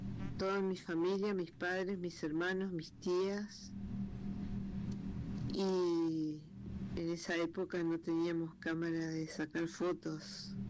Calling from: Argentina; de Argentina.

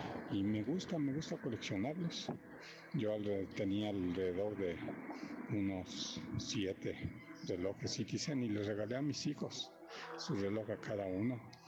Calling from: Puebla, Mexico; de Puebla.

